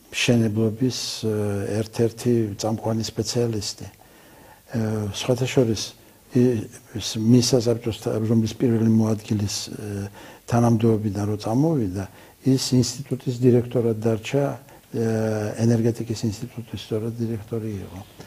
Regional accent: Tbilisi, Georgia; born there; also born or lived in Kutaisi / Sukhumi; აი ასე გავატარე პირველი წლები სკოლაშიდაც სოხუმში და შემდეგ უკვე მამაჩემი გადმოვიდა თბილისში ორტაჭალგესის მშენებლობის უფროსად და მთელი ოჯახი გადმოვიდა.

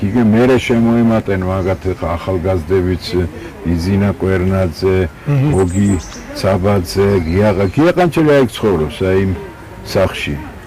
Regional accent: Tbilisi, Georgia; აი უკან არის ჩემი სახლი. პირდაპირ ამ ბაღში დგას, ეს გოფილეფტის ბაღია. აქ და გავიზარდე, აქ დაიბადე, აქ ერთელი ბავშვობა გავატარე, ეს ფაქტურა ჩემი ეზო იყო.

